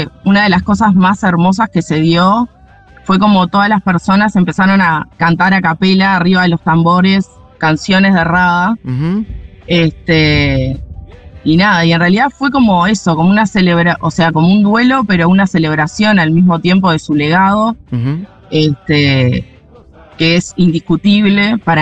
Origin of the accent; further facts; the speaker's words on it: Montevideo, Uruguay; Yo soy de Barrio Sur.